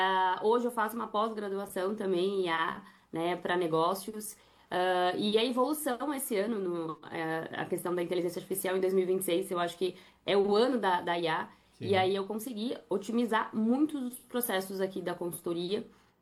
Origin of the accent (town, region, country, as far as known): São Paulo, Brazil